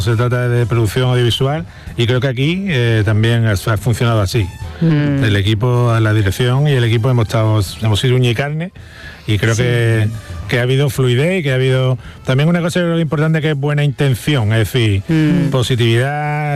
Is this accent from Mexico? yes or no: no; Spain; Yo es que soy muy español para eso.